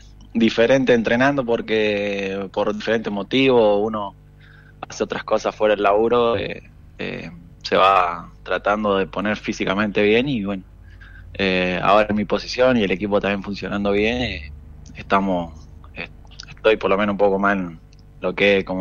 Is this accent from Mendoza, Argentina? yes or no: yes; Mendoza, Argentina; moved away as an adult; also born or lived in Comodoro Rivadavia; now in Catriel, Argentina; Sí, soy de Mendoza, el año pasado estuve en Jorge Newbery, jugué regional ahí